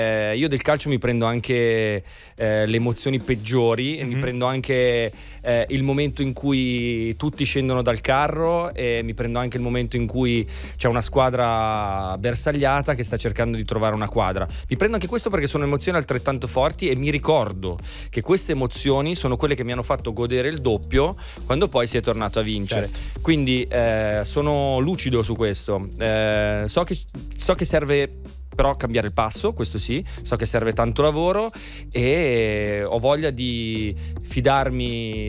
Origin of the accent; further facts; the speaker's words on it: Borgomanero, Piedmont, Italy; miei amici di Borgo Manero, io sono nato a Borgo Manero